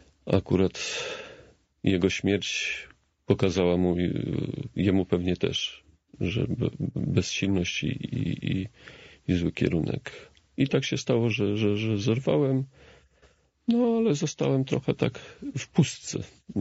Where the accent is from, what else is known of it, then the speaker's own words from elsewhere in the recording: Lublin Voivodeship, Poland; Chociaż wychowałem się niedaleko, w niedużej odległości od Krasnobrodu.